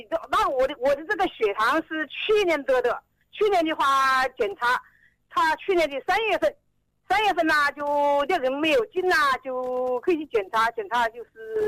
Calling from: Gong'an, Hubei, China; 我是公安的

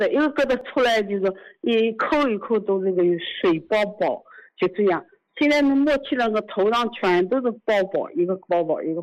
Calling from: Zhuji, Zhejiang, China; 我是诸暨的。

